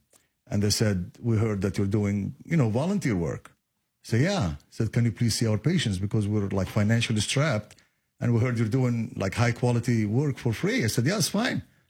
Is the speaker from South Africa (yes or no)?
no; Lebanon; also born or lived in Chicago / Springfield; now in Decatur, United States; Born and raised in Lebanon, and then from there came to Chicago.